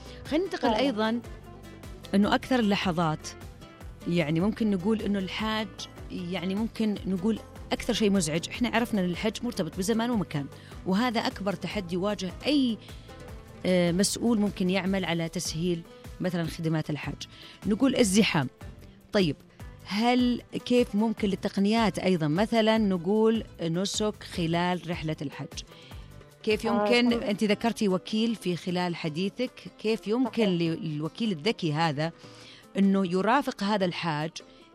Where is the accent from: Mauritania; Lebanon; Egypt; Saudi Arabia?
Saudi Arabia; نفخر فيها كسعوديين